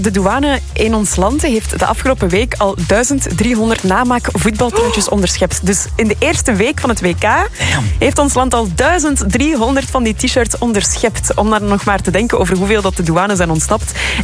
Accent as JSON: {"language": "Dutch", "country": "Morocco", "tie": "born or raised there", "moved": "yes", "said": "Ja, ik moet zeggen, als kind in Marokko kochten wij ook wel heel vaak namaak."}